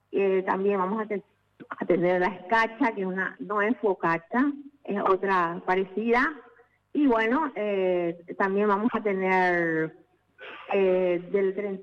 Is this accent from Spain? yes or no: no; Paraguay; Bueno, sabemos la gran cantidad de inmigrantes italianos acá en nuestro país